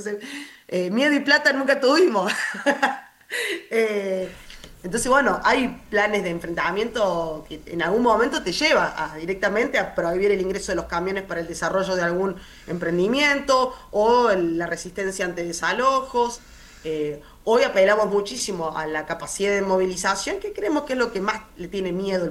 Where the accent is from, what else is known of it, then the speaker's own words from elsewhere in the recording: Argentina; como argentino, marca personal, si se quiere, como país.